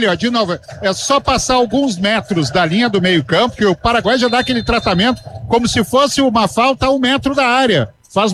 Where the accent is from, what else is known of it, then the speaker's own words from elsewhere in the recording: Brazil; Somos brasileiros.